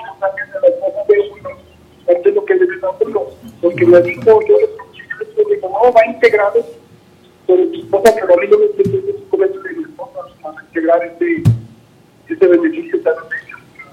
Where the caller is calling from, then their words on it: Fresnillo, Zacatecas, Mexico; De aquí de la colonia Francisco Díaz.